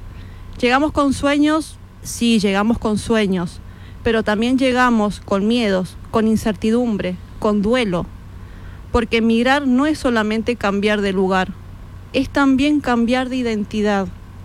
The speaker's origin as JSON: {"language": "Spanish", "region": "Mendoza", "country": "Argentina", "moved": "as an adult", "lives_now": "Spain", "said": "Yo soy argentina y recuerdo que en mi país, específicamente en Mendoza, que es mi provincia"}